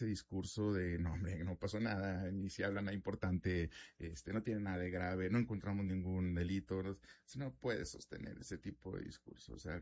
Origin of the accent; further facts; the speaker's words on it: Mexico; no sé si me va a incluir como mexicano